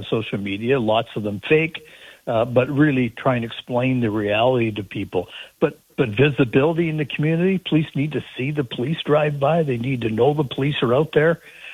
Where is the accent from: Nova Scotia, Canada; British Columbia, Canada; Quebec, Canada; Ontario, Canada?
Ontario, Canada; Sault Ste. Marie; I grew up in Sault Ste. Marie, I didn't hear about Toronto or Ottawa or Edmonton crime.